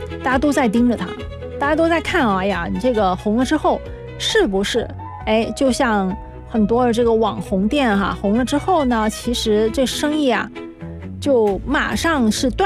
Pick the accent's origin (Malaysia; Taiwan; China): China; Guangdong